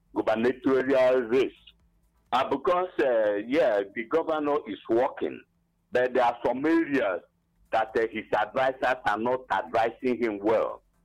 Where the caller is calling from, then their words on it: Abani, Enugu State, Nigeria; I'm calling from Abani, Enugu.